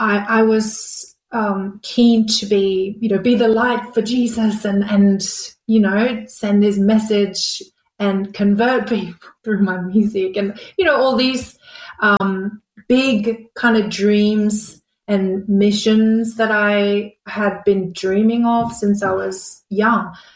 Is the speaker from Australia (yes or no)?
yes; Brisbane, Queensland, Australia; Yeah, so I grew up in Brisbane going to a Korean church, and that's where I guess I started my singing at church